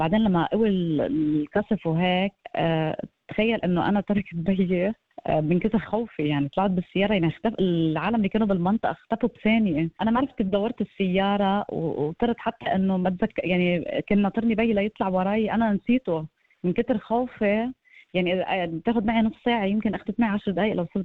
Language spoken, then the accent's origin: Arabic; South Governorate, Lebanon; moved away as an adult; انا من القرى الحدوديه، انا ضيعت ب66 يوم لما صارت الحرب بال2024، ضيعت اتدمرت كلها، ولا بيت نحن هلا، ولا بيت في هونيك